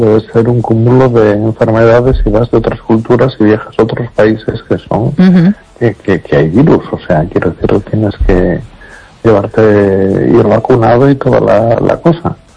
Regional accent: Las Palmas de Gran Canaria, Canary Islands, Spain; yo, con todo mi respeto, soy pueblo canario. Yo uh-huh. En las Canarias, en la Palma de Gran Canaria

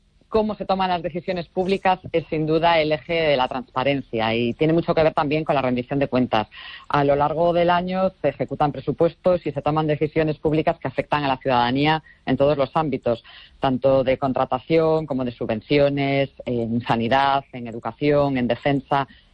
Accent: Galicia, Spain; yo, como gallega

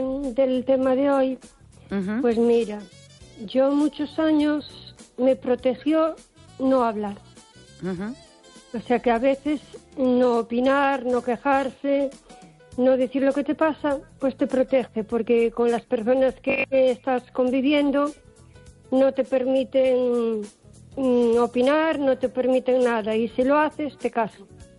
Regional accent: O Carballiño, Galicia, Spain

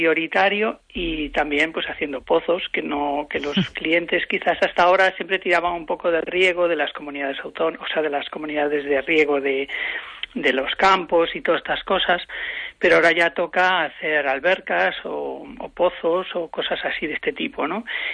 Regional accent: Galicia, Spain

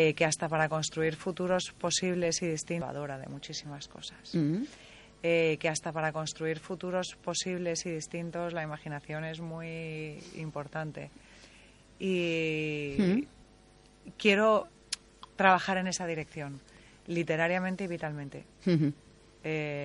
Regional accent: Cádiz, Andalusia, Spain; Que yo soy de Cádiz y Cádiz y Vigo tienen muchas cosas en común

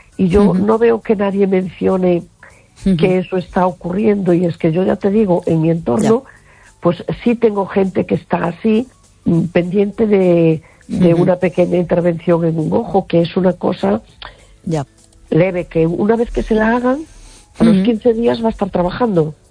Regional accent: A Coruña, Galicia, Spain

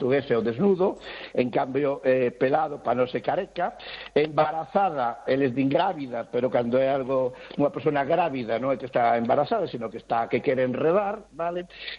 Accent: Galicia, Spain; non, son galego, estou unha beiriña e tal.

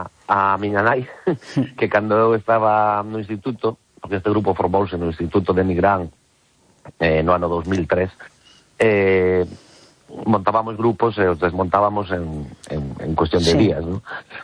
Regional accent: Galicia, Spain; Somos galegos

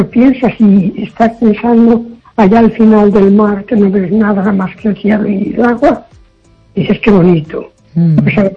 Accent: Castro de Rei, Galicia, Spain; born there; now in Foz, Spain; yo nací en Caso de Rey, en Tierra Llana

